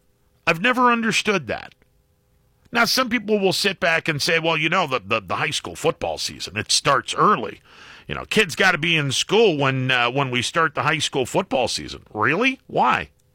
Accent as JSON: {"language": "English", "area": "Mahoning Valley", "region": "Ohio", "country": "United States", "tie": "born or raised there", "said": "I'm from the Mahoning Valley."}